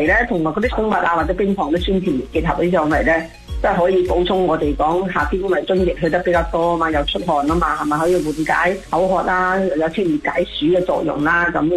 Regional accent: Guangdong, China; 我哋广东人好中意煲汤啊

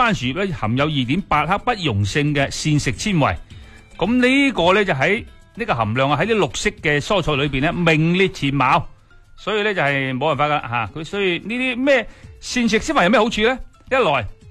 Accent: Guangdong, China

